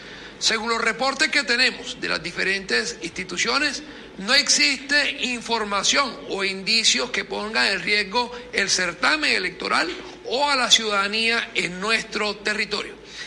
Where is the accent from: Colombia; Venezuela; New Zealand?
Colombia